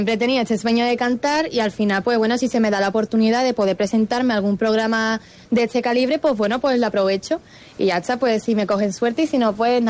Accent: Tarifa, Andalusia, Spain; Me las estoy preparando con mucho cariño y mucho amor para mi pueblo

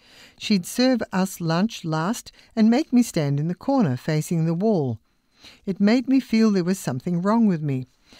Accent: Melbourne, Victoria, Australia; We grew up near the Botanic Gardens in Melbourne and were always climbing the pine trees.

